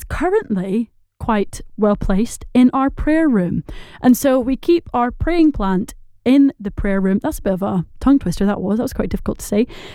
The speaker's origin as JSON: {"language": "English", "region": "Scotland", "country": "United Kingdom", "accent": "Scottish", "said": "I hope you can understand in my Scottish accent"}